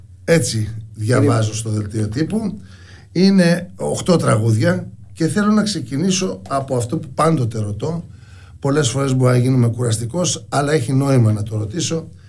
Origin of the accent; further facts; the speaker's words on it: Karlovasi, North Aegean, Greece; στην πατρίδα μου στο Καρλόβας